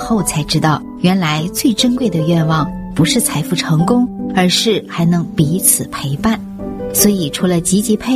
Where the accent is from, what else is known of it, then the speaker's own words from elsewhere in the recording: United States; 结果啊，一年播两次钟，咱们美国人是吵了几十年，这次他又卡住了。